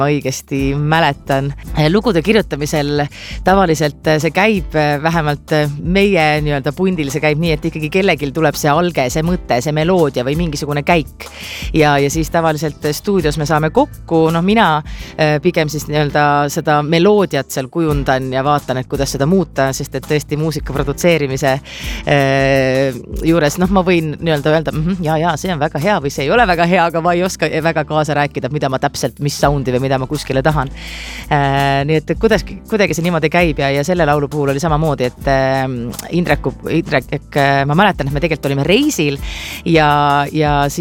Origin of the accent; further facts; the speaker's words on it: Kohila, Rapla County, Estonia; minu kodukandis Kohilas